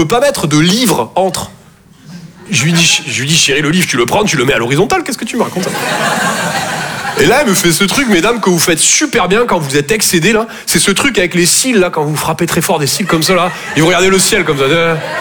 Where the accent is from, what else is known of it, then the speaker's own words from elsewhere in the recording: Toulouse, Occitanie, France; Je viens de Toulouse à la base. Ouais, ça s'entend un peu, ouais. Ben, mon accent, c'est vraiment comme mon sexe, je sors que quand je suis en confiance.